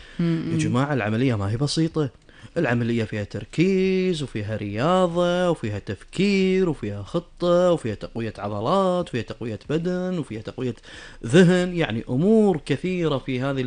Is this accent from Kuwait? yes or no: yes; Kuwait; أنا أعرف أنها موجودة عندنا مثلا بالكويت